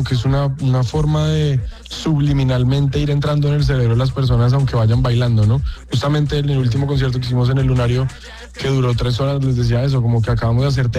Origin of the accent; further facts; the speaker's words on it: Colombia; de donde yo soy, es de un país complejo, diverso